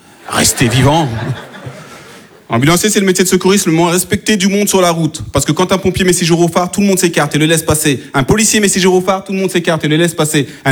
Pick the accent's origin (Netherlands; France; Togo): France; born there; si je parle bien français, c'est peut-être parce que je suis né en France